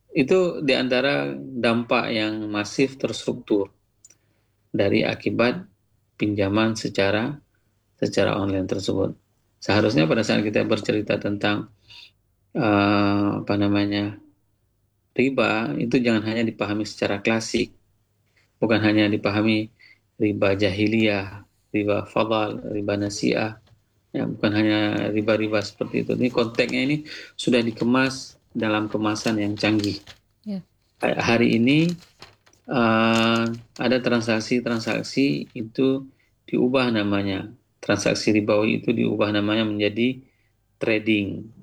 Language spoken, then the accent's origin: Indonesian; Aceh, Indonesia; moved away; saya juga orang Sawang